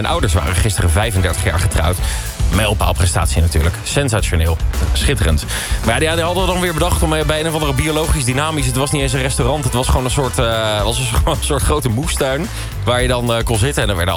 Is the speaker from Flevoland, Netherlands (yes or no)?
no; Nijmegen, Gelderland, Netherlands; En toen wilde ik zeggen nee, en ik kom uit Nijmegen. En dat is Nijmegen is een soort van grijs gebied. Het is tussen de rivieren.